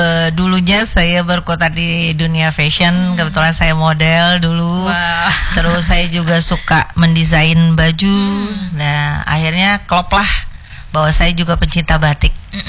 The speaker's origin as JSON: {"language": "Indonesian", "region": "East Kalimantan", "country": "Indonesia", "said": "daerah saya, Kutai Kartanegara."}